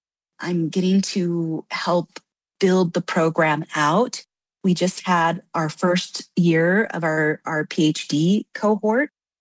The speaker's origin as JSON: {"language": "English", "town": "Minneapolis", "region": "Minnesota", "country": "United States", "tie": "born or raised there", "said": "So I grew up in the Minneapolis area, I'm back in Dakota homelands, which is wonderful."}